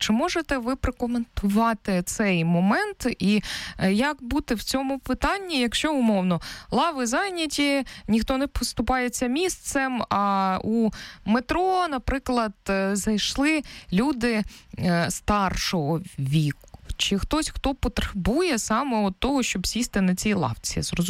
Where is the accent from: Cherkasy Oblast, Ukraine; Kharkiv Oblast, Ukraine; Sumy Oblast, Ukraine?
Kharkiv Oblast, Ukraine; Kharkiv; now in Kyiv, Ukraine; Я як харків'янка, коли переїхала до Києва